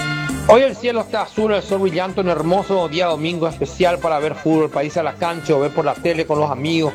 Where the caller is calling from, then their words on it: San Lorenzo, Central, Paraguay; Soy … de San Lorenzo